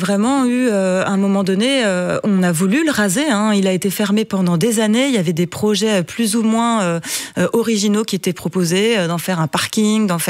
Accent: France; accent: French; now in Brussels, Belgium; Mon accent français.

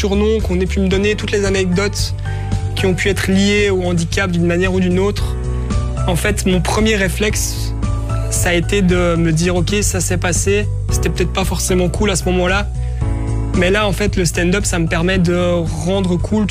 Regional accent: Ixelles, Brussels-Capital Region, Belgium; born there; je suis né à Ixelles il y a 32 ans maintenant.

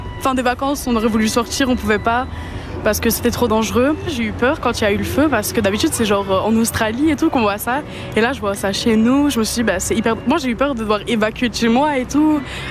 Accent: Malmedy, Wallonia, Belgium; Nous, on était tout près des Fagnes, on vient de Malmedy.

